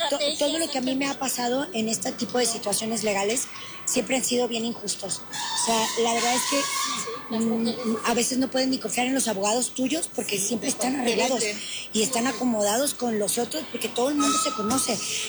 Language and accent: Spanish; Mexico; uno como mexicano confías en tus leyes